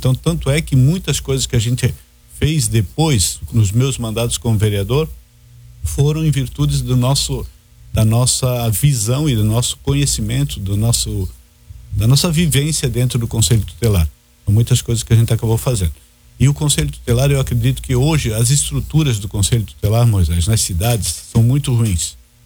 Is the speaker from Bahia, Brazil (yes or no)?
no; Balneário Camboriú, Santa Catarina, Brazil; Eu nasci aqui em Balneário Camboriú, nasci lá na Vila Real. A minha família era uma família simples, mas o meu pai era garçom e trabalhava em Florianópolis.